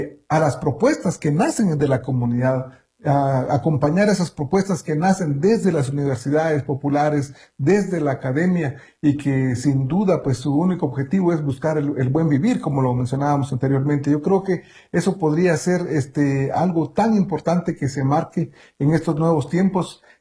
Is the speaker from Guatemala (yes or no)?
yes; Guatemala; first language Kaqchikel; Spanish is a second language; Me gustaría también mandarles un saludo en mi idioma materno, que es el cachiquel. Es uno de los 22 idiomas mayas que hablamos aquí en Guatemala.